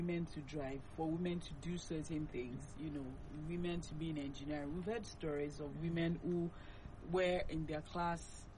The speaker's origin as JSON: {"language": "English", "country": "Nigeria", "said": "I've gone through a lot as a Nigerian woman."}